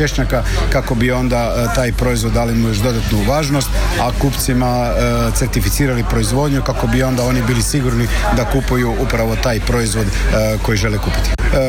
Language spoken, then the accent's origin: Croatian; Istria County, Croatia; Ono što je dobro, kod nas u Istri se takav proizvod vrlo lako proda i kroz turizam na kućnom pragu i posjetiteljima koji dođu u Istru, svi cijene češnjak.